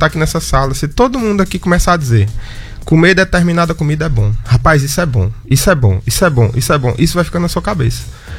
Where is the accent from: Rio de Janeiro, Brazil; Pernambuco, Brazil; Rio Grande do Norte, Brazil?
Rio Grande do Norte, Brazil; Grossos; Sou de Grossos. E aí, eu fiz em Grossos, na Câmara Municipal, fiz 3 concertos em Grossos.